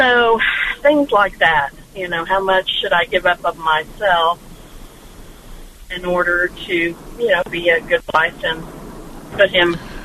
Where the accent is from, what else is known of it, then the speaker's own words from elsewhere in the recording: Houston, Texas, United States; And I'm from the Houston area and moved to Louisiana to be closer to him.